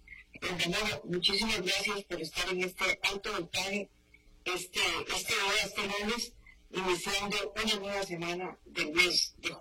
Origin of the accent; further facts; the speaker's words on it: Costa Rica; Nosotros como costarricenses